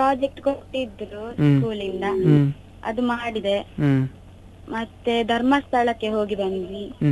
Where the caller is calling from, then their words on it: Karnataka, India; ನಾನು ದಕ್ಷಿಣ ಕನ್ನಡದಿಂದ.